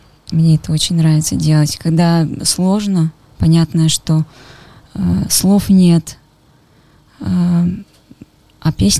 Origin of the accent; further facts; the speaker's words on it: Orsk, Orenburg Oblast, Russia; moved away as an adult; now in Krasnodar, Russia; Всю жизнь прожила в городе Орске, в Оренбургской области. Там же я и покаялась, и замуж вышла там. И 8 лет назад мы переехали в Краснодар с мужем.